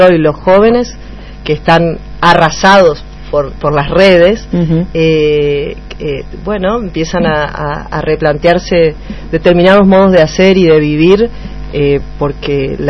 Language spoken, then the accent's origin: Spanish; Sausalito, Chaco, Argentina; Así como con orgullo me considero norteña, como digo, y de Sausalito, del Impenetrable.